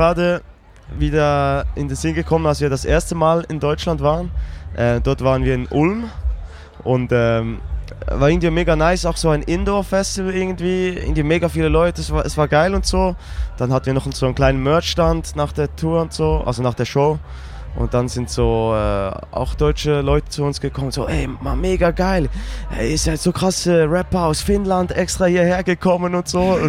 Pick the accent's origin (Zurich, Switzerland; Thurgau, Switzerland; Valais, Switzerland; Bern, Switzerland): Bern, Switzerland; ich komme aus Bern, aus der Hauptstadt von der Schweiz